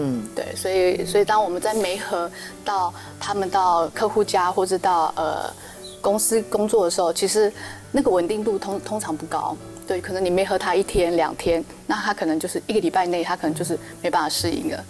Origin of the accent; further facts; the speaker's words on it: Guangfu, Hualien County, Taiwan; 然后我来自花莲光复，我是花莲光复的阿美族人。